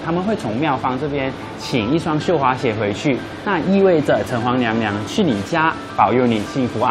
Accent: Malaysia; 我本身是马来西亚的学生。

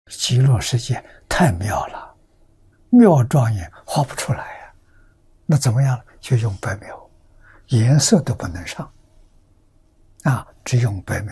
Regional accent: Lujiang County, Anhui, China; moved away; 我们家乡的城隍，庐江县的城隍

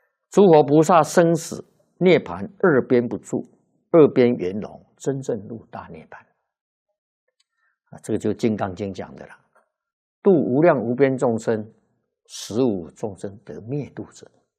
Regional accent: China

